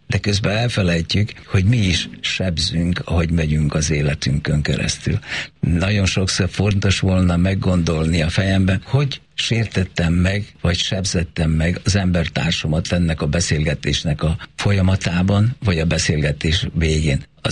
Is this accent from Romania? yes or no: no; Serbia; now in Belgrade, Serbia; én szerbiai magyar vagyok, vagy magyar, aki Szerbiában él, vagy előtte Jugoszláviában. Tehát az én magyarságom, az az én gazdagságom